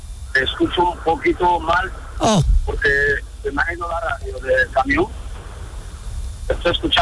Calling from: Seville, Andalusia, Spain; Vivo en Sevilla. Triana

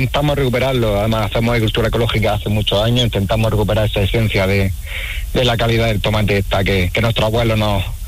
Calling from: Níjar, Andalusia, Spain; yo soy agricultor, estoy en la zona de Níjar, Almería

